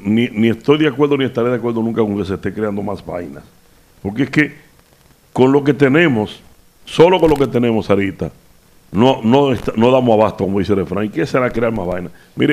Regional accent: Dominican Republic; ¿De qué país es que tú eres? Y yo, de República Dominicana.

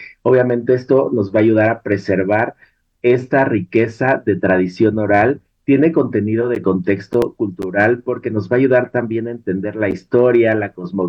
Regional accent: Mexico; tenemos que sentirnos orgullosos de nuestro país, de nuestras tradiciones, pero también de nuestro talento mexicano.

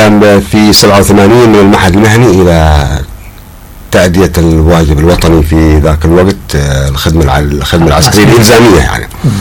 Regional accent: Do'an, Hadramaut, Yemen; انا من مواليد دوعن. وجيت من دوعن اللهجه حقنا كانت مختلفه عن لهجه الساحل

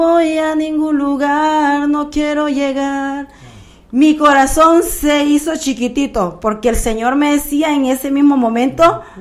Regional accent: Honduras; moved away; Con esa palabra yo salí de Honduras.

